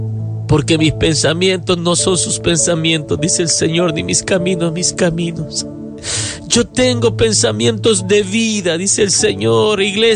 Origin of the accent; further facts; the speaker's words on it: El Salvador; Yo oro por mi tierra, El Salvador.